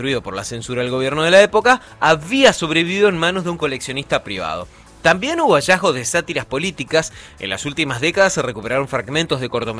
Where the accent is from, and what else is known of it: Argentina